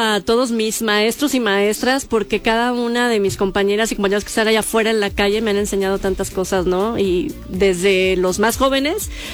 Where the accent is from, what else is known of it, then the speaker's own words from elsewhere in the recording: Apatzingán, Michoacán, Mexico; now in Guadalajara, Mexico; Nacimos, toda mi familia es de aquí de Guadalajara, pero por cuestiones de trabajo de mi papá nos fuimos a Patzingán, Michoacán. Y allá estuvimos estudiando hasta la secundaria.